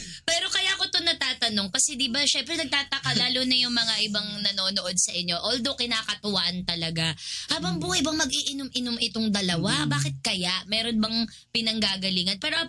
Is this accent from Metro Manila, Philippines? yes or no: yes; Manila, Metro Manila, Philippines; Like ako, taga-tondo ako.